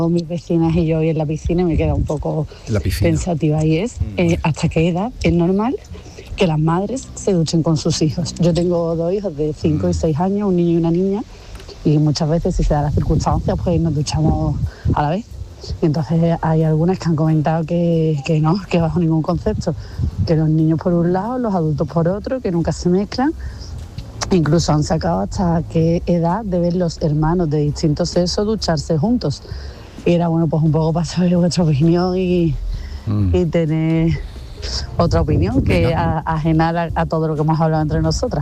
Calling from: Seville, Andalusia, Spain; de Sevilla.

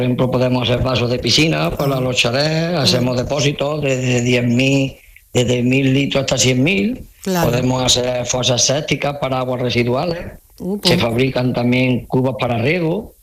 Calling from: Casariche, Andalusia, Spain; Yo vivo en Casariche.

